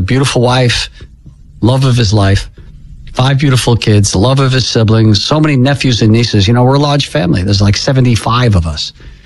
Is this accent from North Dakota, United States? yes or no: no; Staten Island, New York, United States; We're all from Staten Island.